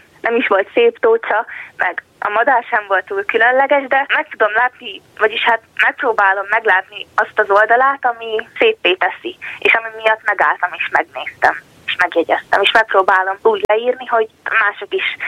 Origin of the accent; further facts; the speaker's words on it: Kecskemét, Bács-Kiskun, Hungary; born there; Kecskeméten születtem, 11-es tanuló vagyok a Piarista gimnáziumban.